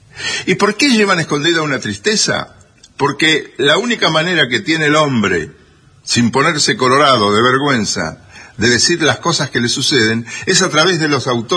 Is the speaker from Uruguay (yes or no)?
no; Buenos Aires Province, Argentina; Yo soy de La Llanura, de un pueblo que se llamaba Lagado.